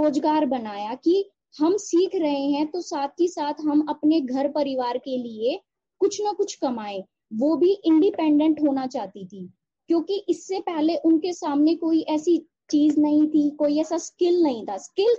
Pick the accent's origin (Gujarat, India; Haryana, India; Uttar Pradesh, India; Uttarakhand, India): Haryana, India; Sonipat; moved away as an adult; now in Jhajjar, India; Ma'am मैं सोनीपत से हूँ, मैंने बीए बीएड किया हुआ है, और मैम मेरी शादी यहाँ पे हुई 2012 में मेरी शादी हुई।